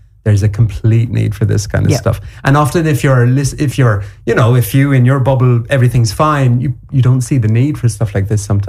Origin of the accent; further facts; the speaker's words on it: Kerry, Munster, Ireland; I'm from Kerry